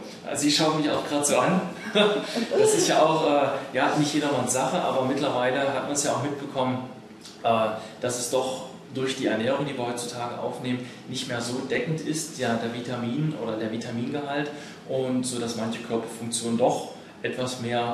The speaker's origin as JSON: {"language": "German", "town": "Halle", "region": "Saxony-Anhalt", "country": "Germany", "said": "Ich komme aus Halle und hatte halt in dem Umkreis geschaut, was ist so eine halbe Stunde bis 40 Minuten von meinem Wohnort entfernt."}